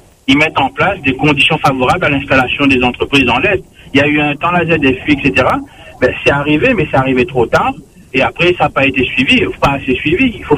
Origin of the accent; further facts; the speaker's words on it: Saint-André, Réunion; Je suis né à Saint-André, grandi à Saint-André, travaillé souvent à Saint-Denis et au port.